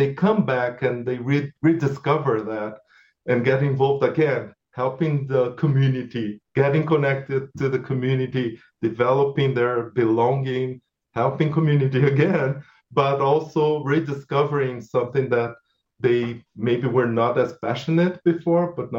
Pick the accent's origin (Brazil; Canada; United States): Brazil; English is a second language; moved away; And sometimes I remember I came from Brazil.